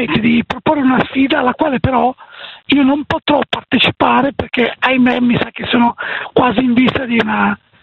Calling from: Cornaredo, Lombardy, Italy; sto rientrando a casa dopo il lavoro, zona Cornaredo

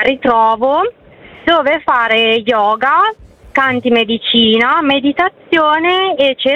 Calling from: Emilia-Romagna, Italy; Siamo dalla provincia di Piacenza.

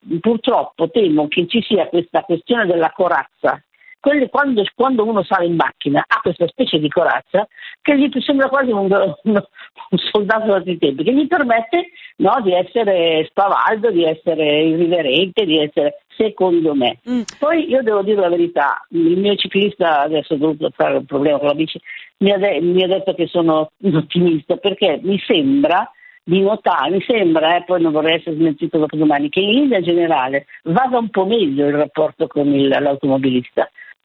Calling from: Varese, Lombardy, Italy; sono di Varese.

